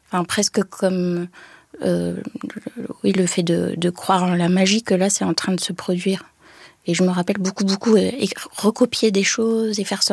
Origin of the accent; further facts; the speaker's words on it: France; first language English; Oui, il y avait beaucoup de livres, et puis ma mère nous lisait beaucoup de livres, elle voulait absolument qu'on parle anglais, donc vu qu'on était en France, de garder ce rapport à la langue maternelle.